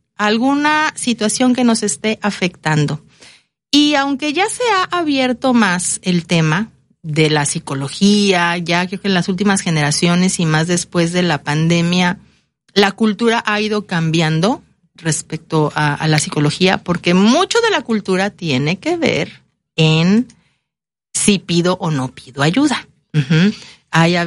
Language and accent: Spanish; Veracruz, Mexico